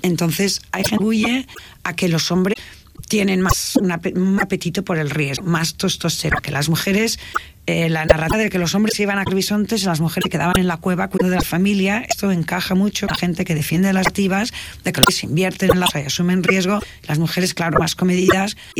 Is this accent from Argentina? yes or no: no; Tarragona, Catalonia, Spain; soy de Tarragona y de Bella por parte de padre, un pisito maravilloso en Cañón, en el Bajo Aragón, la frontera que es el sur de Cataluña, el norte de Valencia y el sur de Aragón.